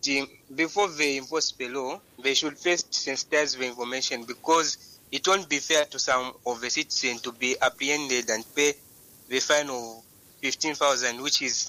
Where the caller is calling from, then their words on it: Lusaka, Lusaka Province, Zambia; I'm calling from Garden